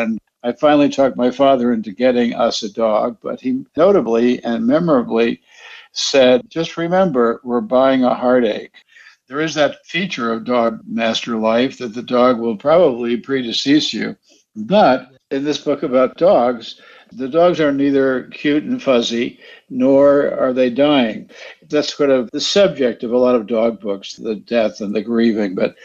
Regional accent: Jackson Heights, New York, United States; also born or lived in Westchester, United States; We grew up in Jackson Heights, New York, and in an apartment, so we didn't have a dog.

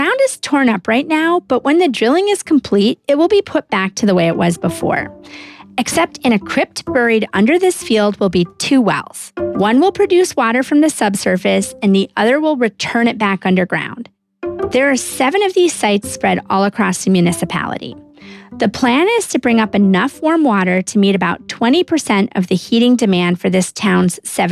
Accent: Alaska, United States; my home state of Alaska

